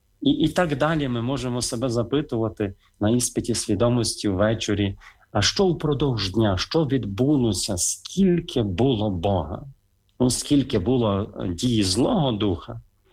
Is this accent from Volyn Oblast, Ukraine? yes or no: no; Drohobych, Lviv Oblast, Ukraine; born there; Ніна Михайлівна в Дрогобичі. Ходив я в школу